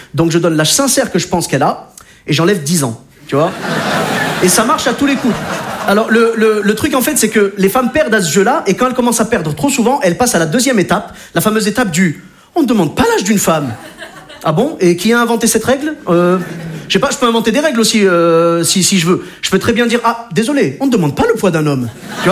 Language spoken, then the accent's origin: French; Clermont-Ferrand, Auvergne-Rhône-Alpes, France; je suis originaire de Clermont-Ferrand. Alors, Clermont-Ferrand, pour ceux qui ne connaissent pas, c'est un peu le pays des pneus et du fromage.